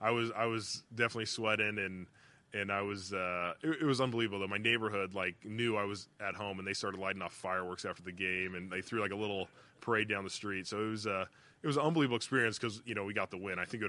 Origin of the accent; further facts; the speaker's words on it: California, United States; now in Cleveland, United States; Yeah, I am from Southern California, but I think if you look at my background and family, like, it's based off of, like, blue-collar hard work. And I think at heart, like, there's some Midwest in there, you know what I mean?